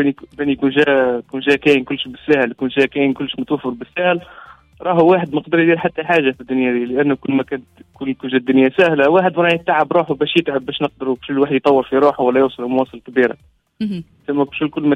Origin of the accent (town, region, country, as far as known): Algeria; now in Tunisia